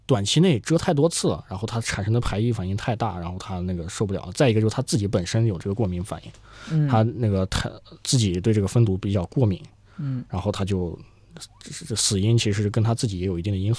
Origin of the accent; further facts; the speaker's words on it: China; 因为我们是中国人，所以说特地把这个名称说